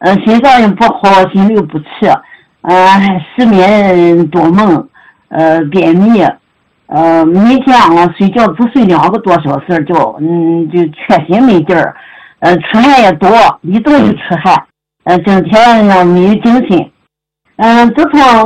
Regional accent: Changji, Xinjiang, China; 啊，我是新疆昌吉的学员，今年74岁了，老师，

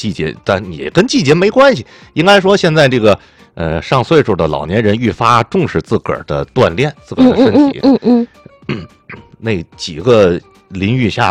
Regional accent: Tianjin, China; 作为一个天津人哈

